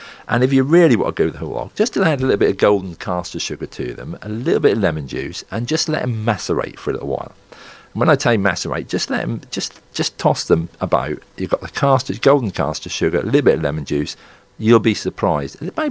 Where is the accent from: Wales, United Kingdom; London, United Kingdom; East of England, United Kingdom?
East of England, United Kingdom; Stalham; I mean, Stalham have, it's my hometown.